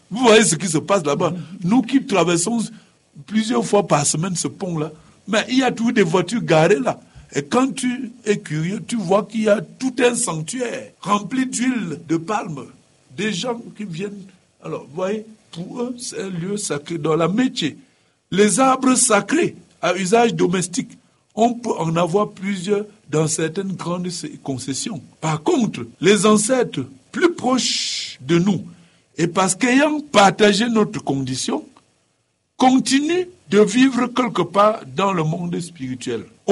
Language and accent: French; Tonga, West, Cameroon; Je me rappelle chez nous dans le Ndé, chez moi à Tonga, je ne pense pas.